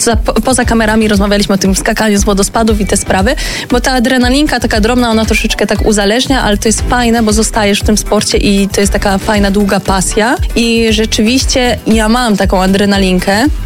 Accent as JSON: {"language": "Polish", "region": "southern Poland", "country": "Poland", "said": "Zaczęło się od tego, że jestem z południa, w ogóle pochodzę z południa Polski i tam jest coś takiego jak kajakarstwo górskie, bo mamy górskie rzeki."}